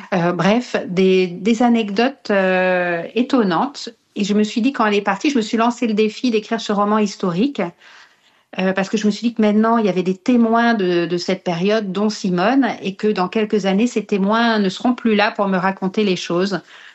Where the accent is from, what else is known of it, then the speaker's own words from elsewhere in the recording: Brittany, France; Ben moi, je suis une Bretonne et j'adore ma région parce que justement, elle est tournée vers la mer beaucoup.